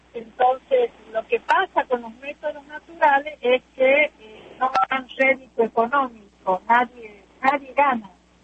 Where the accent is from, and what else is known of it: Argentina